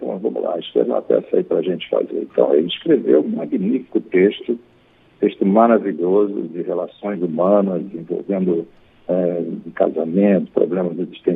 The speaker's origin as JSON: {"language": "Portuguese", "town": "Mesquita", "region": "Rio de Janeiro", "country": "Brazil", "tie": "born or raised there", "said": "Sou de Mesquita, Nova Iguaçu, na época que Mesquita ainda era um distrito de Nova Iguaçu."}